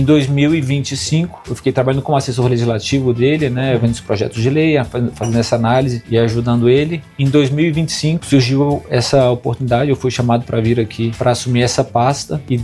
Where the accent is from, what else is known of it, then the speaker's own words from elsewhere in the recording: Brasília, Federal District, Brazil; Bom, eu sou nascido e criado aqui, fui criado na Asa Sul, na 306 Sul, então convivi muito ali no plano W3